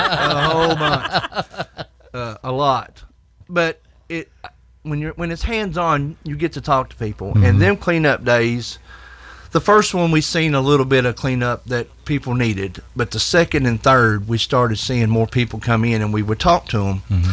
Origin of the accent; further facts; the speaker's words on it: United States; I was born and raised in District 2 out on Harris Road.